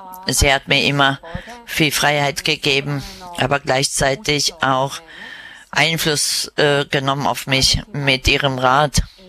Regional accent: Kotor Varoš, Republika Srpska, Bosnia & Herzegovina; born there; German is a second language; Ich bin in Kotor Varosh in Bosnien geboren. Ich bin geboren in einer traditionellen katholischen Familie.

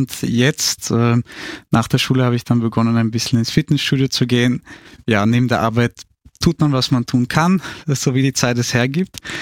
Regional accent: Austria; Ich bin Österreicher und Halbfranzose

